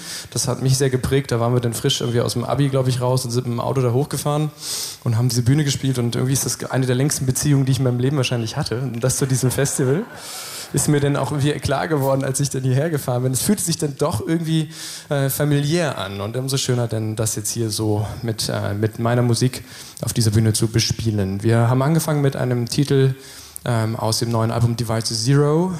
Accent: Lower Saxony, Germany; moved away; Ich komme aus der Lüneburger Heide, nicht zu weit weg von hier, schon 1,5 Stunden.

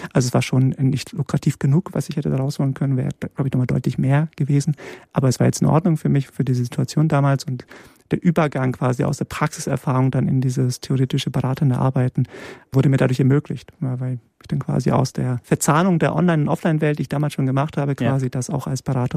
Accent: Lünen, North Rhine-Westphalia, Germany; first language Polish; also born or lived in Poland / Münster; now in Bremen, Germany; im Ruhrgebiet aufgewachsen, okay. Also näher Dortmund, Lünen, Kleinstadt.

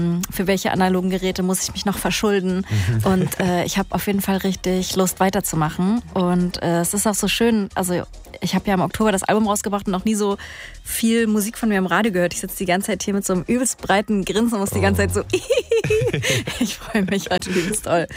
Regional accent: Saxony, Germany; Da spiele ich immer auf dem Highfield. Das ist die Ecke, wo ich herkomme.

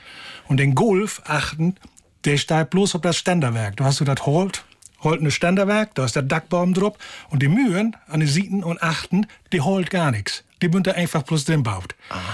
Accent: Altharen, Lower Saxony, Germany; in Ollenhaam bin ich aufgewachsen.

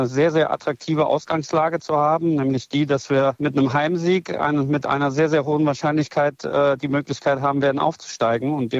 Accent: Saarland, Germany; born there; weil ich natürlich einen Bezug zur SV Elversberg habe als gebürtiger Saarländer

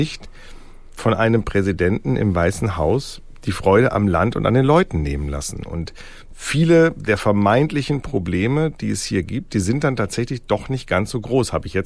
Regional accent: Germany; now in United States; Und man ist gerade als Deutscher hier wahnsinnig willkommen.

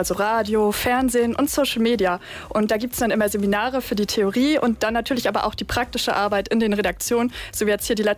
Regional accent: Zarrentin am Schaalsee, Mecklenburg-Vorpommern, Germany; moved away as an adult; also born or lived in Leipzig / Italy; ich komme ja auch aus Tarentin am Schalsee und was gibt es da Schöneres, als irgendwie auch über die Heimat zu berichten? Ich war jetzt die letzten 5 Jahre weg fürs Studium, habe in Leipzig und Italien studiert und jetzt komme ich halt eben für den NDR wieder zurück nach Haus

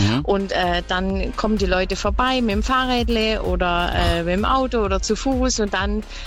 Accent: Heidenhofen, Baden-Württemberg, Germany; Also, ich komme aus dem Ort Heidenhofen. Das liegt bei Donaueschingen. Wir haben in Donaueschingen 7 Ortsteile und wir sind die kleinste Ortsgemeinde.

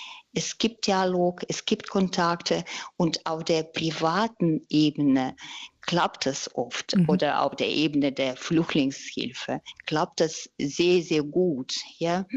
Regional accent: Russia; Also wie gesagt, ich komme selbst aus Russland und mein Vater ist Ukrainer

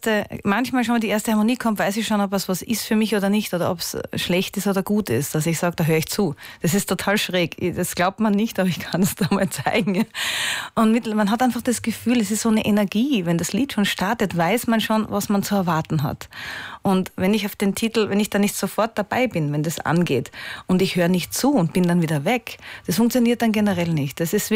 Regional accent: Austria; Das wusste ich damals als Österreicherin auch nicht.

